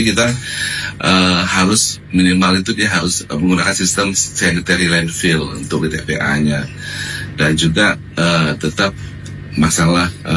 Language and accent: Indonesian; Nunukan, North Kalimantan, Indonesia; kita sebagai warga Kabupaten Nunukan